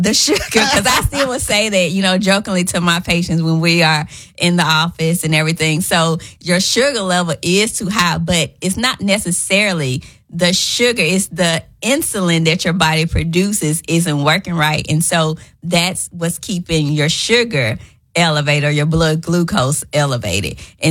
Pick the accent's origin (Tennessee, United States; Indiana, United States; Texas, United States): Tennessee, United States; Memphis; born there; I was born in Memphis. Went to Evans Elementary, Ridgeway, and then my parents moved to West Memphis. Mm-hmm. And so I ended up graduating from West Memphis High School, but I'm back in Memphis.